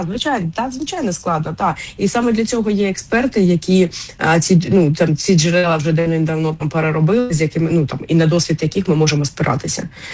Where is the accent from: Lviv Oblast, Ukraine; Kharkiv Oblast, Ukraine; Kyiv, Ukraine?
Kharkiv Oblast, Ukraine; Kharkiv; що я ж кажу, що я сама із Харкова, і я ще, ну, жила там геть недалеко від цього будинку, і добре його знаю.